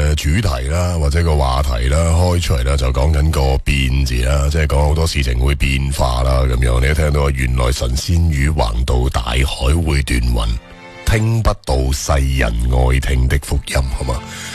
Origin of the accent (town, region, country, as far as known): Guangdong, China